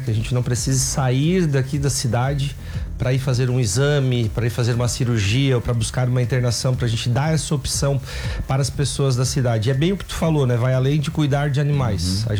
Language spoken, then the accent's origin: Portuguese; Brazil; now in Laguna, Brazil; Nós não somos naturais daqui, eu sou de Maruí, a Ana é de Joinville e a gente está aqui há 15 anos